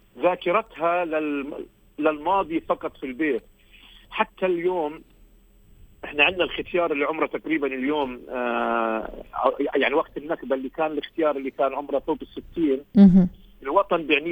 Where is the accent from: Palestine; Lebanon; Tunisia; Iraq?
Palestine; إحنا كفلسطينيين